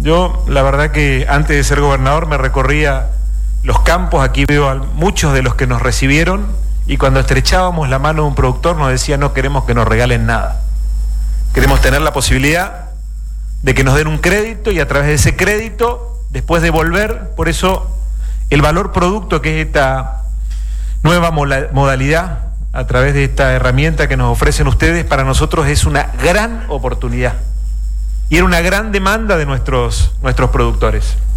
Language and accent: Spanish; Chaco, Argentina; lo que somos capaces los chaqueños.